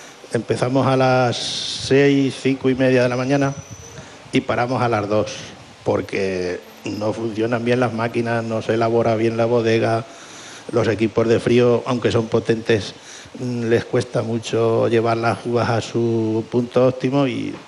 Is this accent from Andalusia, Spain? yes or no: no; Graja de Iniesta, Castilla-La Mancha, Spain; yo soy de Cuenca.